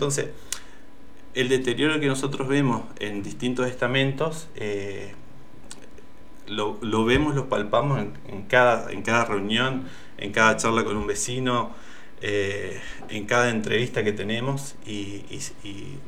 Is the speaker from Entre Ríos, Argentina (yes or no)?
yes; Diamante, Entre Ríos, Argentina; somos vecinos de Diamante